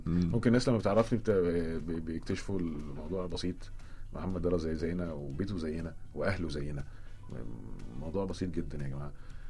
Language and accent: Arabic; Egypt; احنا مصريين يعني